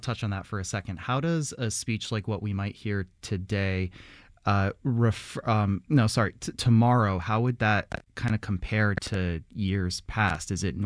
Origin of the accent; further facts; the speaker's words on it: New York, United States; since I grew up in New York as a teen driver, my first thought reading the study was like, yeah, obviously.